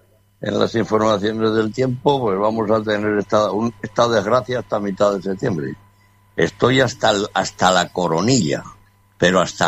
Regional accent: Asturias, Spain; moved away

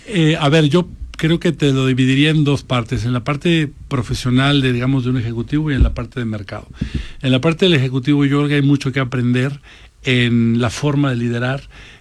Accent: Guadalajara, Jalisco, Mexico; soy de Guadalajara.

